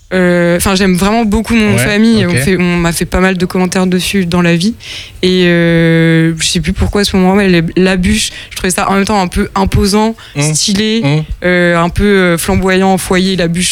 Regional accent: Imphy, Bourgogne-Franche-Comté, France; moved away as an adult; also born or lived in Lyon; now in Finistère, France; J'ai grandi à Imphy. I-M-P-H-Y.

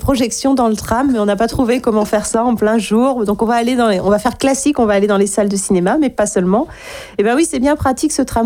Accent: Brittany, France; chez nous en Bretagne, d'avoir de nombreuses salles à proximité, évidemment pas seulement à Brest.

